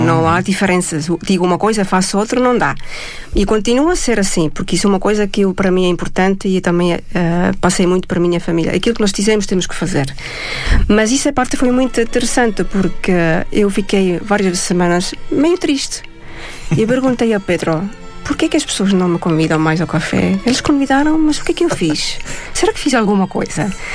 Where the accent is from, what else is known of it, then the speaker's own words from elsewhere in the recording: Estonia; moved away as an adult; Eu também era muito jovem quando saí da Estónia, não é?